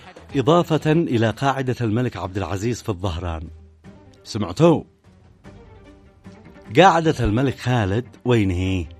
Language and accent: Arabic; Yemen; بلادنا اليمن